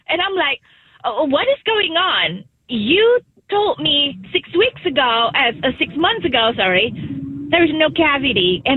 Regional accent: Indonesia; Oh, I'm from Indonesia, Asia, South Asia.

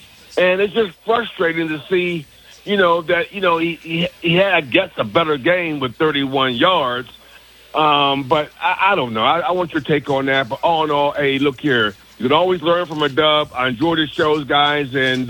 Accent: Pittsburgh, Pennsylvania, United States; moved away as an adult; now in Virginia, United States; I'm from Pittsburgh, old school Hill District guy, man. I'm in Homewood, man, but I serve my country in the United States Air Force, and I decided to stay here in Virginia, man, and raise my family down here.

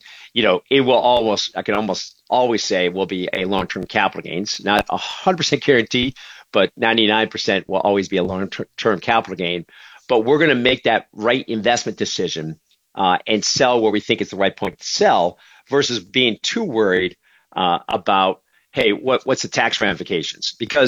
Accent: Binghamton, New York, United States; I'm from Binghamton, New York

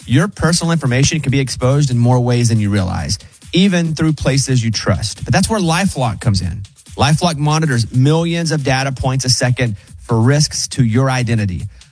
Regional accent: the South, United States; accent: southern; Yeah, but it's still a southern accent.

